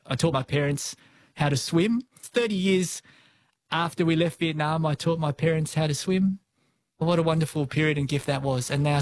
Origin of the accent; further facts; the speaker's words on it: Australia; I've realised one thing about Australia and about being Australian.